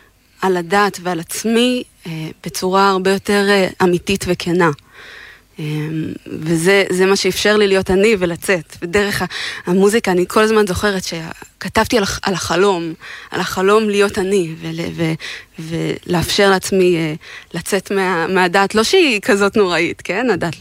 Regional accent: Shoham, Central District, Israel; יש נגיד בשואם איפה שגדלתי

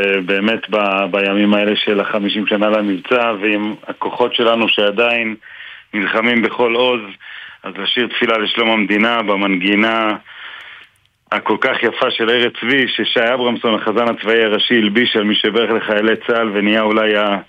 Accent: Beit El, West Bank, Palestine; אבל אני בן בית אל בילדותי, ואחד מילדי בית אל זה גם בצלאל סמוטריץ', שר האוצר

